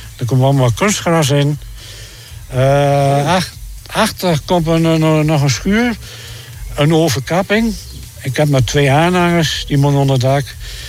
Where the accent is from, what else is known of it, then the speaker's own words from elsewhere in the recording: Kolderveen, Drenthe, Netherlands; Ik kom van Kolderveen, ja. Ik ben er ook geboren. Dus ik heb mijn ouderlijk huis nu verlaten. Ja. Omdat ik heb nog een andere woning. Dus ik heb daar mijn 68 jaar gewoond.